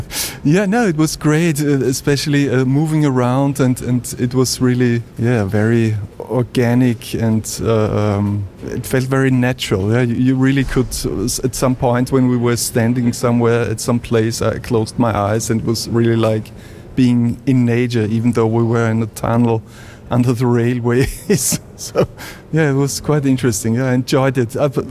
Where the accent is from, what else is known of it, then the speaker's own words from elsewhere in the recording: Vienna, Austria; I'm from Vienna.